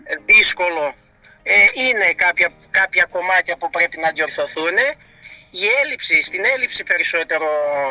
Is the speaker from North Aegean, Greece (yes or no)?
no; Eastern Macedonia and Thrace, Greece; Εμένα είναι ο τόπος κατοικίας μου. Εγώ δεν έχει τύχει ποτέ να βγω έξω. Αγαπάω τον τόπο μου.